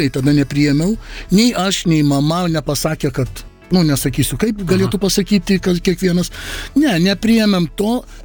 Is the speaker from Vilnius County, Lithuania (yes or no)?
yes; Vilnius, Vilnius County, Lithuania; aš neturėjau priešiškumo, kad aš lenkas. Mūsų pasiolkė Lazdinėliuose mes kalbėdavom trim kalbom.